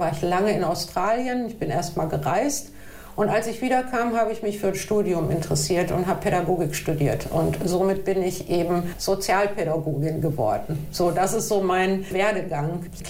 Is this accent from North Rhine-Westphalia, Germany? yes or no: yes; Bielefeld, North Rhine-Westphalia, Germany; Ja, ich bin in Bielefeld geboren, im Klösterchen, 1964.